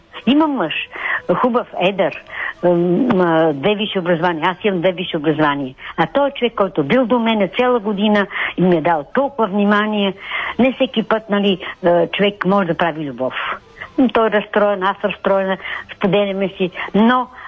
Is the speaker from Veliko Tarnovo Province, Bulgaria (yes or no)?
no; Plovdiv, Plovdiv Province, Bulgaria; Аз дойдох от Пловдив, сладичка, младичка, в захарния завод